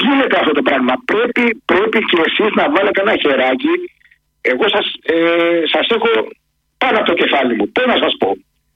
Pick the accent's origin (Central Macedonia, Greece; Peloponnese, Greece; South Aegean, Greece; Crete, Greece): Peloponnese, Greece; Gargalianoi; Εγώ είμαι από τους Γαργαλιάνους.